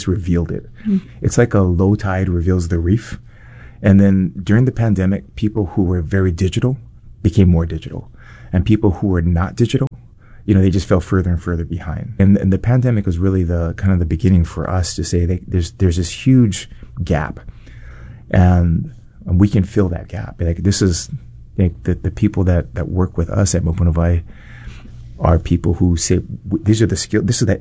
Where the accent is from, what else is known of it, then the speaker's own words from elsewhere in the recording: Kailua, Hawaii, United States; You know, I grew up on Oahu, in Kailua, and you know, we moved over to Molokai.